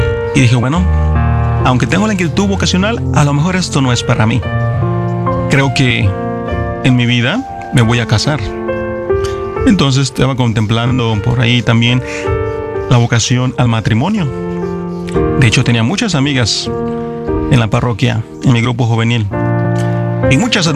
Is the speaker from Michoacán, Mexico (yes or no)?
yes; Michoacán, Mexico; me ordenaron sacerdote en el año 2007, en mi tierra natal, en Michoacán.